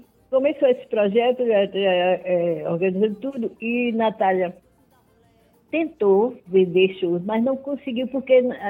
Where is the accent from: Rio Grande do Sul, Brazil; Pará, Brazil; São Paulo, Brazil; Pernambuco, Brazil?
Pernambuco, Brazil; Salgueiro; now in Recife, Brazil; eu sou sertaneja, sou de Salgueiro.